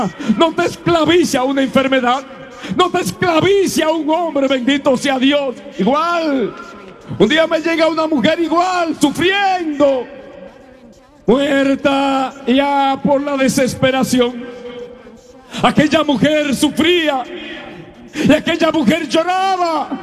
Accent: Dominican Republic; En una ocasión voy caminando por las calles de una ciudad de mi pueblo.

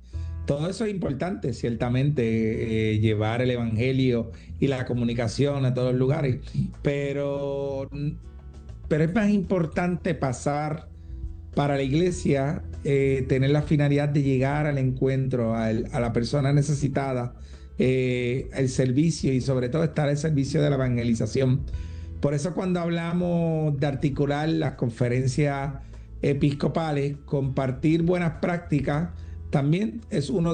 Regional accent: Puerto Rico; en mi país, Puerto Rico.

